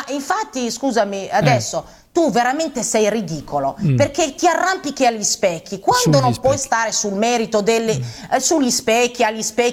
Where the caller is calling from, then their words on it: Morocco; Del mio paese, che è lavorare. Il Marocco